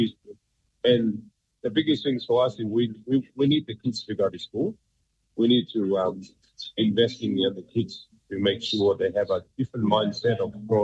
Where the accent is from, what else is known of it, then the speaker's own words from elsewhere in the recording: Tonga; moved away; I was born and raised in Tonga